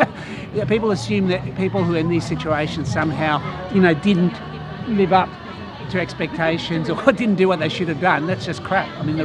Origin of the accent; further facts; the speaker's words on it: Footscray, Victoria, Australia; We're both from the Footscray area, where this has been, you know, obviously a very big issue for people.